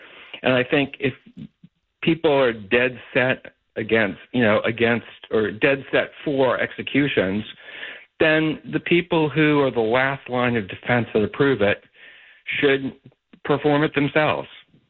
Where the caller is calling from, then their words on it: Concord, Massachusetts, United States; Concord, Massachusetts.